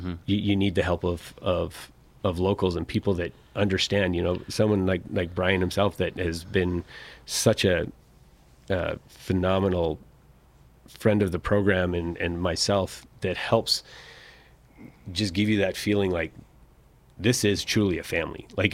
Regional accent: Vancouver, British Columbia, Canada; moved away; also born or lived in Portland; I grew up a white cap. I played white caps in my youth in the youth academy in Vancouver. Then moved to Portland

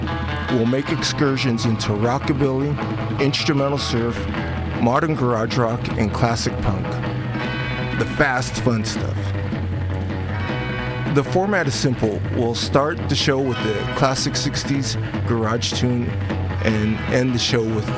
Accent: Salinas, California, United States; So it's 1966. I'm 4 years old in my hometown of Salinas, California.

